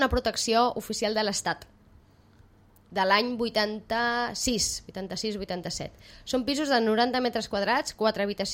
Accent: Sitges, Catalonia, Spain

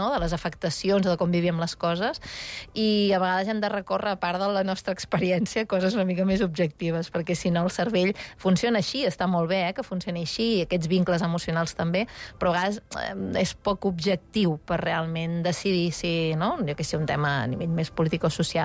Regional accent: Girona, Catalonia, Spain; i, a veure, més soc de Girona

